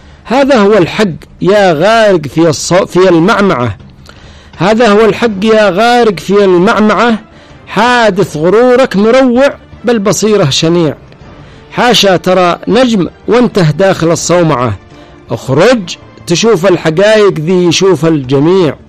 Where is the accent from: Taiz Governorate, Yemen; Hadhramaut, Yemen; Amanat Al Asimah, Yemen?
Taiz Governorate, Yemen; Taiz; moved away; 12 سنة ما دخلتش تعز، ما دخلتش بيتنا، معانا بيت ملكنا حقنا في تعز